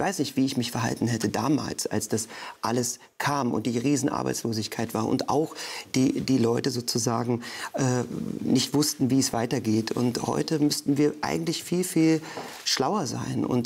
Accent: Magdeburg, Saxony-Anhalt, Germany; in einem Plattenbau groß geworden bin in Olvenstedt.

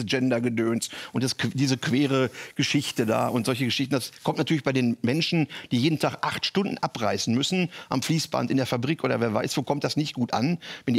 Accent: Herten, North Rhine-Westphalia, Germany; Ich bin ja gebürtig aus dem Ruhrgebiet, aus der wunderschönen Stadt Herten.

